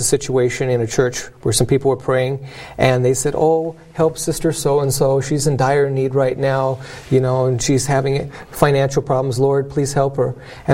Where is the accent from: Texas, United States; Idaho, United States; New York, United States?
Idaho, United States; St. Maries